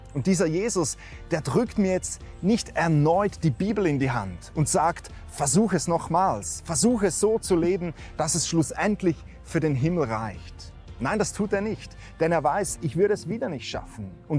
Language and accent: German; Switzerland; Bei uns in der Schweiz gibt es ein Gesetz, dass man auf der Autobahn maximal 120 fahren darf.